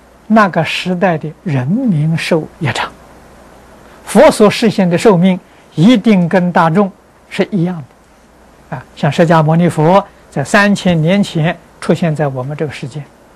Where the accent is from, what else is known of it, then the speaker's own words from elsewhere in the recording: China; 我们中国人讲虚岁